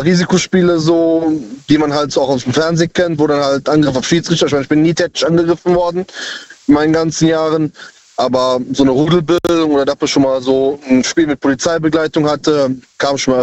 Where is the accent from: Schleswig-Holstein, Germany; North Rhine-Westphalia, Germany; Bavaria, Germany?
North Rhine-Westphalia, Germany; Cologne; Aus Köln.